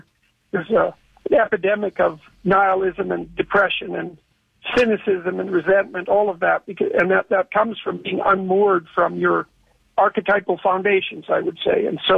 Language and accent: English; Canada; I'm Canadian. We're easily impressed.